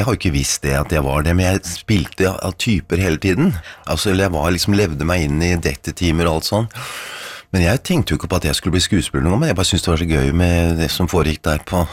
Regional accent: Oslo, Norway; Jeg er fra Torshov

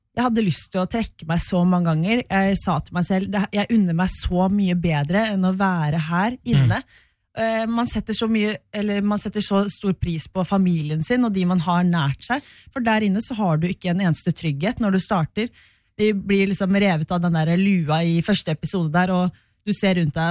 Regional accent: Askim, Østfold, Norway; now in Oslo, Norway; jeg kommer fra Askim.

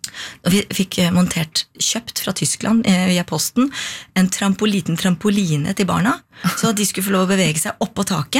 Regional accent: Oslo, Norway; also born or lived in Bazzano Inferiore, Italy; now in Nesodden, Norway; jeg kom jo fra Oslo, så jeg flyttet langt inn på landsbygda i Italia med hester i kjelleren og griser grisehuset utenfor

